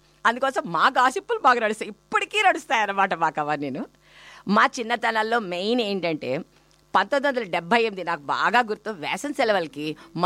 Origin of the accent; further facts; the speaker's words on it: Vijayawada, Andhra Pradesh, India; now in Sydney, Australia; పుట్టి పెరిగిన ఊరు. అవును, అదే అంటారు మీరు మీ కోలవెన్ను, నేను నా విజయవాడ.